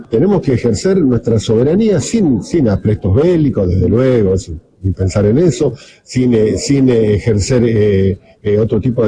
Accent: Argentina; lo que también tenemos que saber todos los argentinos

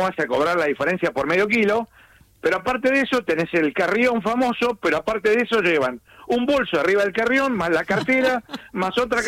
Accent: Argentina; Y ahora sí voy a hablar, soy argentino yo también, de los argentinos.

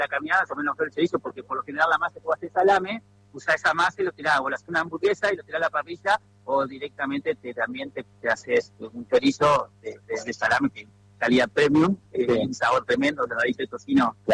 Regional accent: Viale, Entre Ríos, Argentina; born there; now in Paraná, Argentina; yo acá a 50 kilómetros tengo, donde nací en Viale, tengo un pequeño lugar donde procesamos la carne.

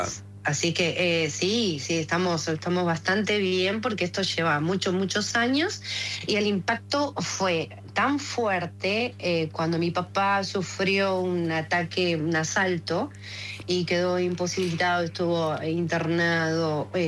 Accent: Banfield, Buenos Aires Province, Argentina; now in Canning, Argentina; Yo, bueno, zona sur, yo me crié en Banfield.

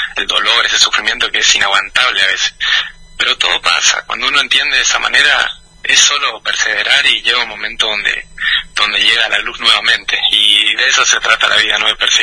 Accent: Santo Tomé, Corrientes, Argentina; La gente acá de mi pueblo, que todos me escribieron

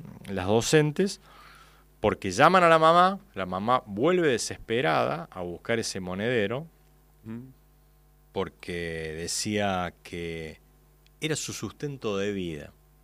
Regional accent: Córdoba, Argentina; moved away; Colonia San Bartolomé, allá por mis pagos, en el, ¿sí?, departamento San Justo.

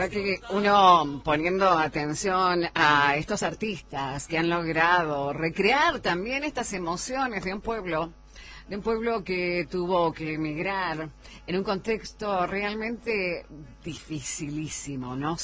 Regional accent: Jujuy, Argentina; esto te lo digo yo, como jujeña, como orgullosa jujeña

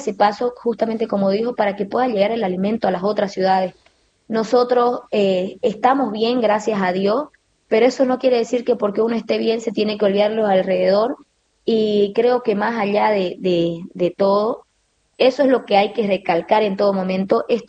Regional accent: Warnes, Santa Cruz, Bolivia; nosotros aquí en Santa Cruz, yo soy de Guarnes, una sí. ciudad que es al norte de Santa Cruz, somos productores. Entonces yo tengo aquí en mi casa, ¿verdad?, al frente, vacas

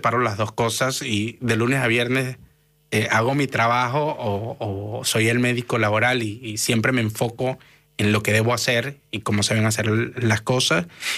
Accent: Venezuela; moved away as an adult; now in Argentina; la comunidad venezolana somos como más

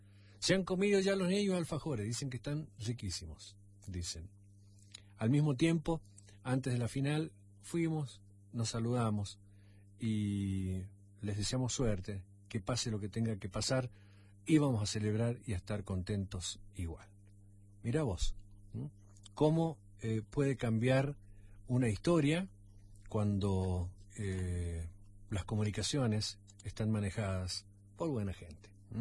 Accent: Argentina

